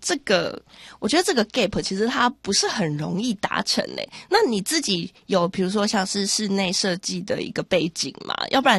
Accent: Taiwan; 我们台湾人很不爱丢家具

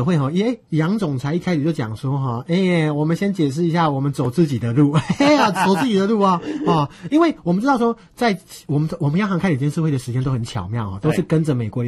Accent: Nantou County, Taiwan; 以我的家乡南投县来讲啊、哦嗯，南投县的建商，你在跟银行借钱的时候，银行放款呢、哦，其实也是比较保守，毕竟你土地也不在台北啊

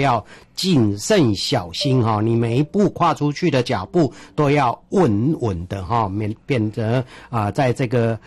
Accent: Yilan County, Taiwan; 我们宜兰人

